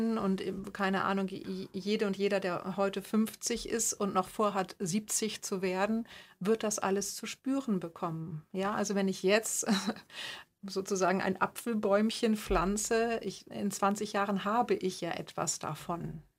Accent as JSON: {"language": "German", "country": "Germany", "lives_now": "Austria", "said": "ich als Deutsche in Österreich kann nur wenig wählen."}